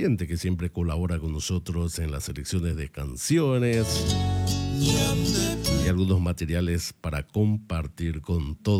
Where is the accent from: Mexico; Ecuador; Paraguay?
Paraguay